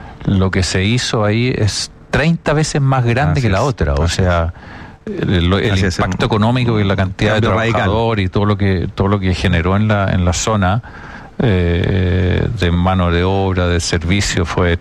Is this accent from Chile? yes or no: yes; Chile